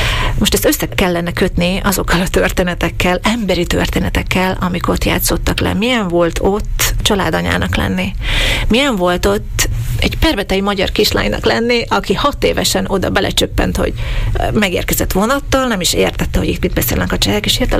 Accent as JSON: {"language": "Hungarian", "country": "Slovakia", "said": "szlovákiai magyarként nekem döbbenetes volt, hogy a magyar téma teljesen kimaradt az egész diskurzusból."}